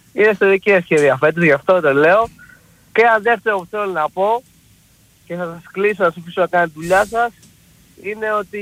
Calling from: Neo Irakleio, Attica, Greece; είμαι από το Νέο Ηράκλειο.

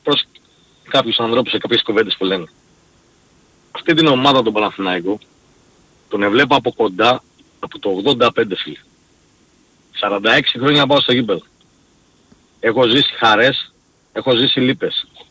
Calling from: Athens, Attica, Greece; που είμαστε από την Αθήνα και δεν είμαστε συμπαχιώτες

